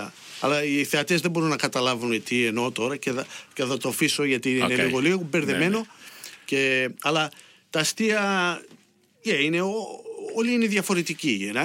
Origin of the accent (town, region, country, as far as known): Brunswick, Victoria, Australia